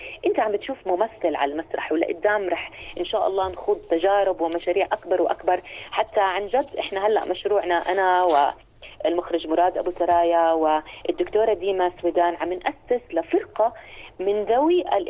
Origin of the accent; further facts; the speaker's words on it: Jordan; معنا تجربة أردنية حاملينها بقلوبنا حتى نمثل بلدنا الأردن في مصر الحبيبة